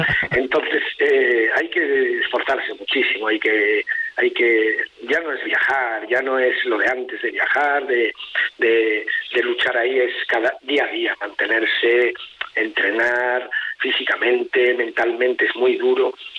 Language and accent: Spanish; Spain; como español, como yo